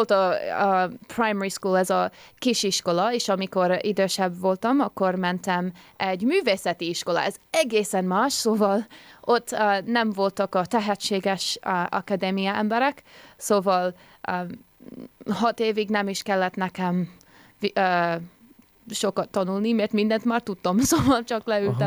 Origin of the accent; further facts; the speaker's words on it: Australia; born there; Hungarian is a second language; also born or lived in Hungary; Itt születtem, de egy évkoromban mentem Ausztráliába az anyám és az apámmal, és akkor pár hónapig ott voltunk, mert az apa ott dolgozott, de visszajöttem a Magyarországba csak 2 évig